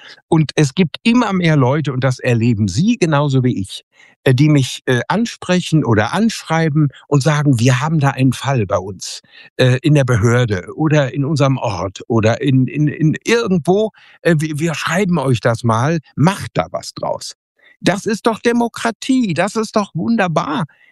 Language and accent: German; Bünde, North Rhine-Westphalia, Germany; in Bünde in Westfalen, in meiner Heimat, viele unserer Zuschauer hoffentlich treffen werde